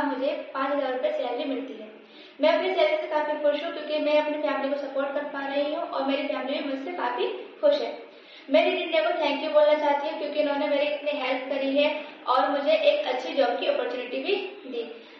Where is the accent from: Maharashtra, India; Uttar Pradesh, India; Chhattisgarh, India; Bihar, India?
Uttar Pradesh, India; Rampur; मैं PWD colony बदोई टोला रामपुर उत्तर प्रदेश की रहने वाली हूँ।